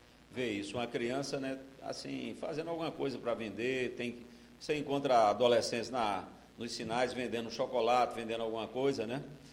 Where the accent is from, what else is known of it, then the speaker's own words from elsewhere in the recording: Mari, Paraíba, Brazil; lá da minha cidade, Mari. Mari é a capital da minha república.